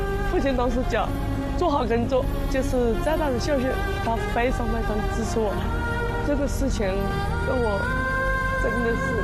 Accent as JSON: {"language": "Chinese", "country": "China", "said": "我们中国人"}